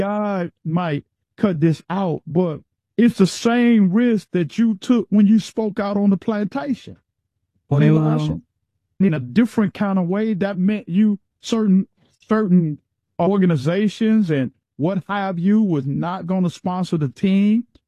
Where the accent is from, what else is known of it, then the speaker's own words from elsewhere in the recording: the South, United States; now, look, so I'm from the South.